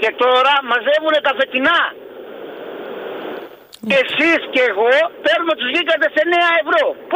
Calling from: Agios Vasileios, Peloponnese, Greece; Στο χωριό μου, εγώ μένω στον Άγιο Βασίλειο Κορυφίας

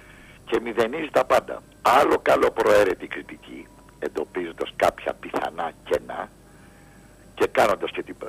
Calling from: Peristeri, Attica, Greece; από το Περιστέρι.

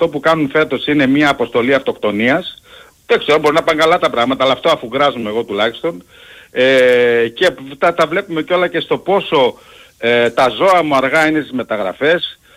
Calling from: Netherlands; also born or lived in Thessaloniki, Greece; πάω Ολλανδία. Εδώ ήρθα εχθές από τη Θεσσαλονίκη.

